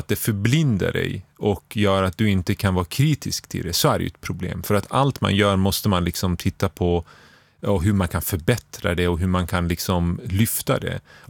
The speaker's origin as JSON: {"language": "Swedish", "country": "Sweden", "said": "vi har i Sverige"}